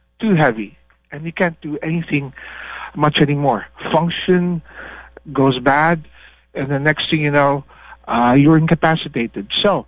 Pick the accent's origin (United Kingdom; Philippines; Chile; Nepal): Philippines; moved away as an adult; also born or lived in New York; now in Morgantown, United States; I was born and in the Philippines. I did my medical education at the University of the Philippines, and then I did surgical training in New York. Life brought me to Morgantown, and here I am, 18 years later.